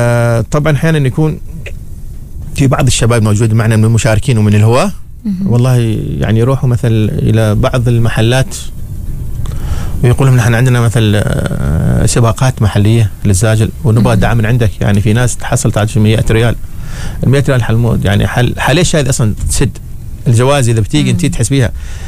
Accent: Oman; نحن عندنا في عمان

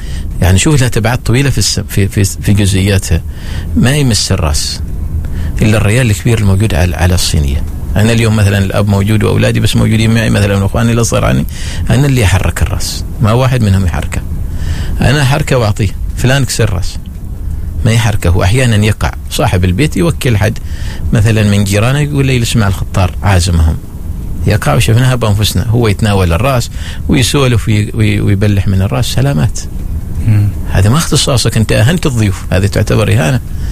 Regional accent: Oman; أنا اليوم لما أتكلم عن قاعدة السمت عندي في الضيافة كعماني تمر الحلوى مثلا

